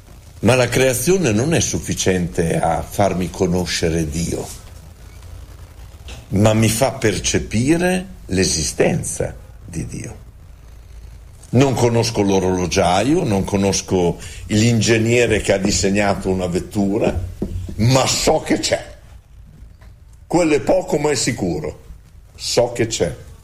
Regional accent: Bologna, Emilia-Romagna, Italy; Dove vivevo io, dove sono nato io, a Porta San Felice, c'era un terreno che i miei bonificarono e ne fecero un giardino.

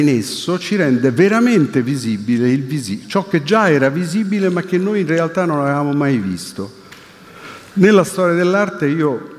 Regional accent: Rome, Lazio, Italy; Io che sono nato e vissuto a Roma

